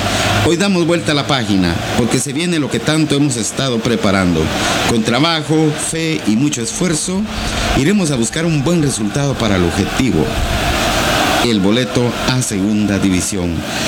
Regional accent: Barberena, Santa Rosa, Guatemala; mi tierra, Santa Rosa, aunque no soy de Taxisco, sino de Barberena

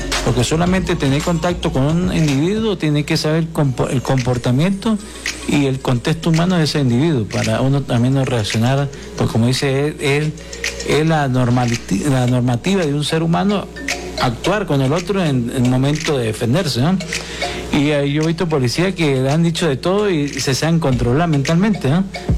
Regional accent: Venezuela; Porque ninguno de nosotros como venezolanos no somos mal pagados.

